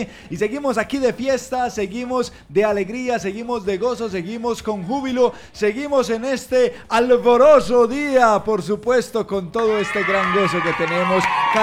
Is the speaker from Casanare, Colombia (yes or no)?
no; Antioquia, Colombia; Carlitos, nosotros los paisas, hermano, sí. Usted que es paisa también, mi hermano, yo que soy más paisa que la arepa también